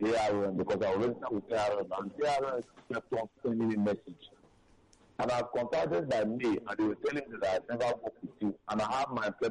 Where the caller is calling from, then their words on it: Lagos, Nigeria; I'm calling from Lagos.